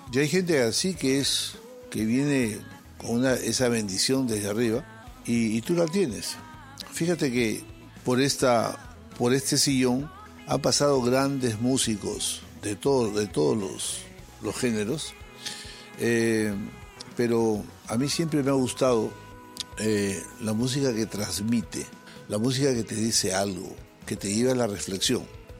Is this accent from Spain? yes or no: no; Peru; Y aunque como peruano, soy muy peruano, tengo que reconocer que nuestro país no está demasiado inclinado a ese sector.